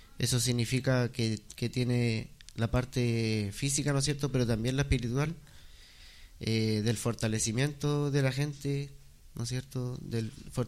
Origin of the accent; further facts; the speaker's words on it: Penco, Biobío, Chile; soy de aquí de Penco, soy criado aquí en este territorio, en los cerros, ¿no es cierto? En el Lauquén.